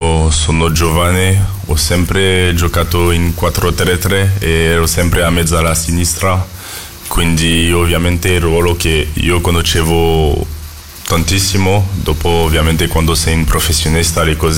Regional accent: France; now in Florence, Italy; anche perché sono francese

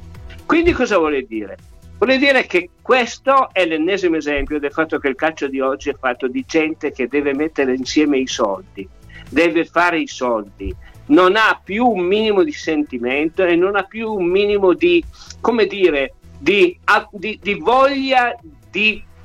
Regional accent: Turin, Piedmont, Italy; io torinese come sono e tu mi conosci, permettimi che questa sera vado non solo a letto tranquillo, certo, e sereno, ma vado a letto contento come le nespole. Noi in piemontese diciamo tranquilli come i pucciu sono le nespole.

